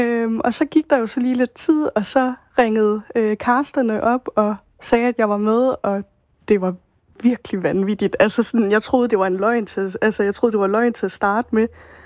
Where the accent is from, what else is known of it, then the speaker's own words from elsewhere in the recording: Nuuk, Sermersooq, Greenland; moved away as an adult; now in Denmark; jeg er jo oprindelig fra Nuuk af, og der er jeg jo så født og opvokset. Og så er det egentlig i forbindelse med mit studie, at jeg valgte at flytte herned til Danmark.